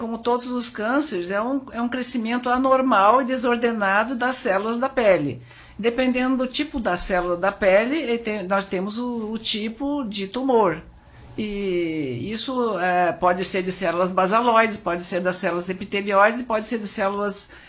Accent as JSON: {"language": "Portuguese", "town": "Curitiba", "region": "Paraná", "country": "Brazil", "lives_now": "São Paulo, Brazil", "said": "Eu comecei em Curitiba, eu sou de Curitiba, e eu comecei a fazer clínica geral num hospital em Curitiba"}